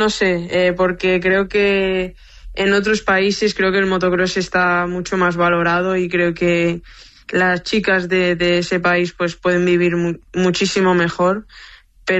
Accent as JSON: {"language": "Spanish", "town": "Lloret de Mar", "region": "Catalonia", "country": "Spain", "tie": "born or raised there", "also_born_or_lived": "Blanes", "said": "Sí, nací en Blanes, pero de siempre he estado en Lloret. Es mi pueblo, Lloret de Mar."}